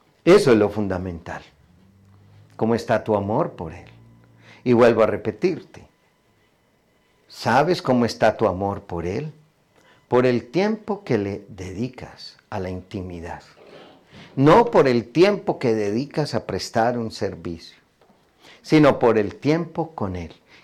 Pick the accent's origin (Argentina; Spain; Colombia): Colombia; en mi país, en Colombia